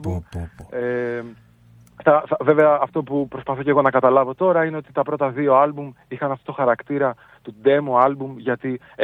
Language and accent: Greek; Athens, Attica, Greece; ως Αθηναίος και ως έχοντας ζήσει όλη μου τη ζωή σε αυτή τη δύσκολη πόλη